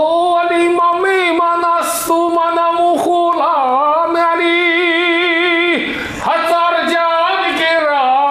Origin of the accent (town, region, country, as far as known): Northeast China, China; born or raised there